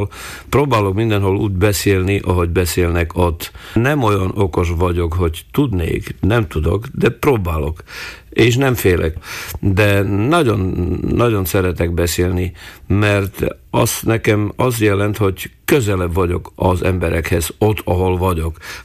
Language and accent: Hungarian; Prešov, Prešov Region, Slovakia; Hát otthon, oda-haza, Eperjesen. Amikor én születtem, akkor az öreg anyám és az öreg apám, a édesanyámnak a oldalról, azok csak magyarul beszéltek.